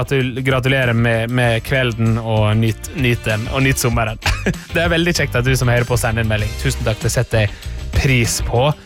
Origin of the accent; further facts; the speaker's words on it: Møre og Romsdal, Norway; Vi kan ta Mai-Britt, som har skrevet hei fra Kjørvåg. Det er ganske nærme der jeg kommer fra, født og oppvokst.